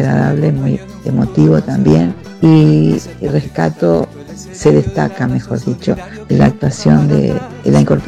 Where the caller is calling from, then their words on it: Morón, Buenos Aires Province, Argentina; de Morón.